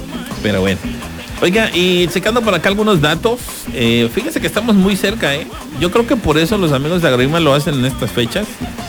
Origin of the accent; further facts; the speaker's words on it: Mexico; nuestra creencia como mexicanos.